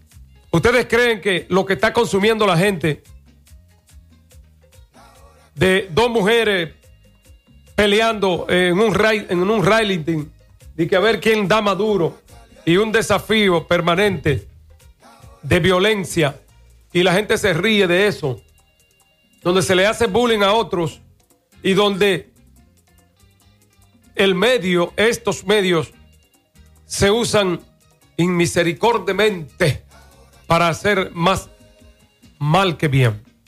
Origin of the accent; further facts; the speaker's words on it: Dominican Republic; nosotros como dominicanos, como gente que tiene que vivir en esta generación